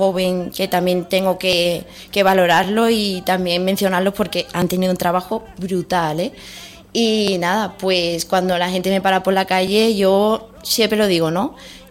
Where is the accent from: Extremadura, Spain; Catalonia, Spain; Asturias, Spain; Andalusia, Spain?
Andalusia, Spain; Utrera; mi pueblo